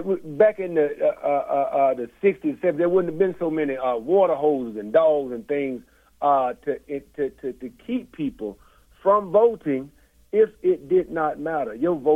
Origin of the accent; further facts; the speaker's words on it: Tallahassee, Florida, United States; born and raised in Tallahassee.